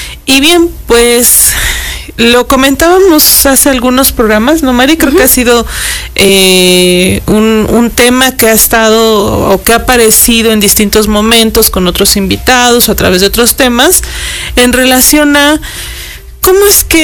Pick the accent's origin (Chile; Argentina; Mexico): Mexico; que para nosotros como mexicanos particularmente son muy especiales por las celebraciones de Día de Muertos